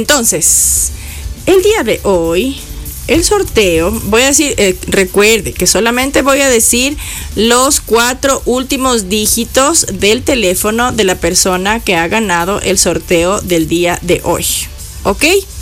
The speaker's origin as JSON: {"language": "Spanish", "country": "Ecuador", "said": "así somos los ecuatorianos"}